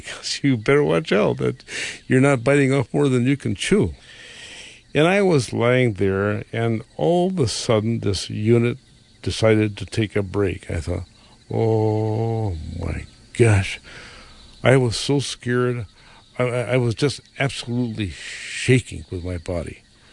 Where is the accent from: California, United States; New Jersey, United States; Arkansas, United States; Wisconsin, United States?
Wisconsin, United States; I'm trying to tell this guy that I am from Wisconsin, and I have three children in our family.